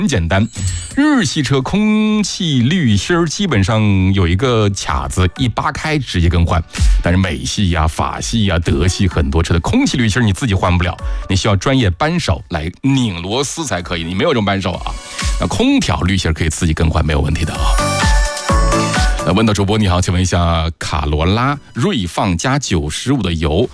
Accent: Wuhan, Hubei, China; 咱们都是武汉的，这个湖北的，咱们几个铁子们啊

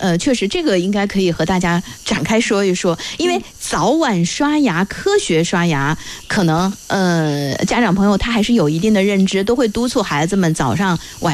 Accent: Yichang, Hubei, China

